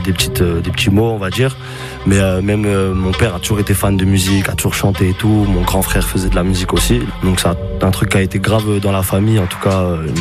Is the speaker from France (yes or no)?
yes; Bourgogne-Franche-Comté, France; moved away as an adult; also born or lived in Belfort / Montbéliard; now in Paris, France; Del, parce que c'est là-bas que j'ai fait mon collège, c'est là où j'ai grandi, dans les petits villages.